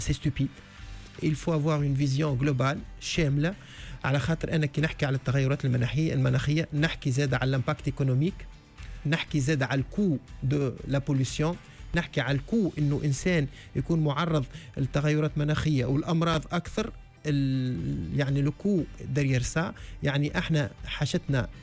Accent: Tunisia; واقترحوا علي ان طونك يعني بصفتي تونسي وبصفتي يعني نخدم في تونس انه ننظموا الملتقى العلمي هذا في تونس

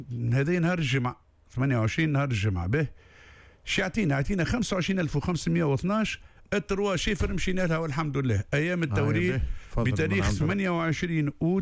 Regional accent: Tunisia; من أهم الجبال اللي عندنا في تونس.

